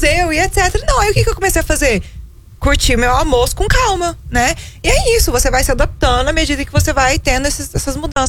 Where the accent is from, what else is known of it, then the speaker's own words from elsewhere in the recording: Brazil; a gente não se adapta como brasileiro